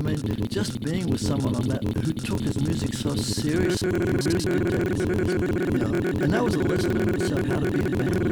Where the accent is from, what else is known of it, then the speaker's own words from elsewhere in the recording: New Zealand; moved away; You know, I'm from this part of the world. I'm from New Zealand. I go to the States.